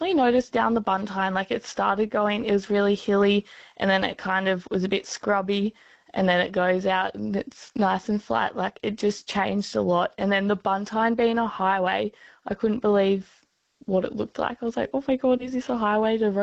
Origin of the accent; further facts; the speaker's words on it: Orange, New South Wales, Australia; now in Northern Territory, Australia; I'm originally from Orange in New South Wales.